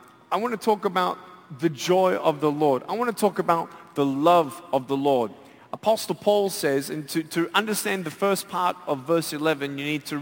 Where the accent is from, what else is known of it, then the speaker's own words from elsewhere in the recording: Australia; born there; I'm 30 years old. I was born in Australia.